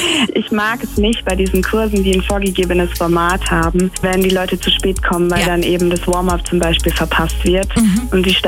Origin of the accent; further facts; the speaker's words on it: Iring, Baden-Württemberg, Germany; ich komme aus Iring und bin eine super Sportskanone